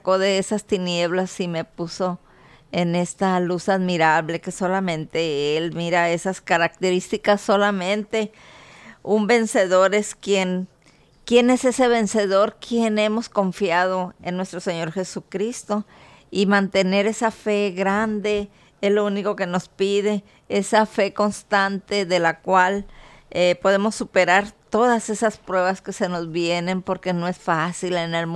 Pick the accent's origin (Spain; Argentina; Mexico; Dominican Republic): Mexico; Tepic, Nayarit; Yo soy de Tepic, Nayarit, y bueno, tengo mucha familia